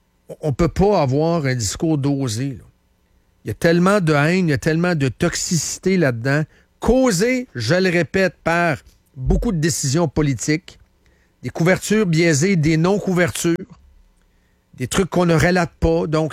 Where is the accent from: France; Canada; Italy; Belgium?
Canada; Moi aussi, j'ai droit. Moi, je suis un Canadien.